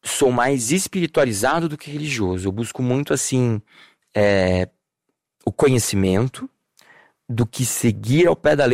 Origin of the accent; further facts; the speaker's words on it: Rio de Janeiro, Brazil; eu amo a minha vida, é muito legal aqui eu crescendo na Vila Militar, por exemplo, mas não é só isso.